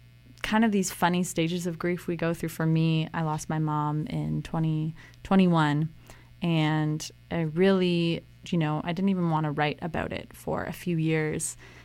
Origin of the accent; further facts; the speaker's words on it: Barrie, Ontario, Canada; I get made fun of so much for being from Barrie.